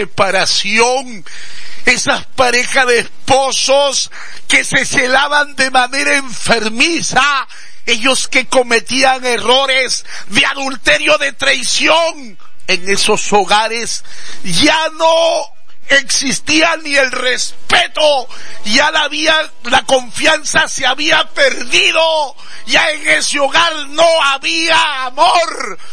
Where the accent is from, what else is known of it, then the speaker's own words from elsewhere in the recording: Mexico; Pero nosotros, como espiritistas, como macumberos mexicanos que somos